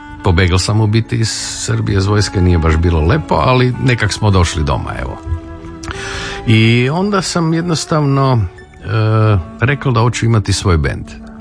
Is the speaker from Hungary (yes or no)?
no; Hum na Sutli, Krapina-Zagorje County, Croatia; Rodom iz Huma na Sutli, da, s centra dole, s broda.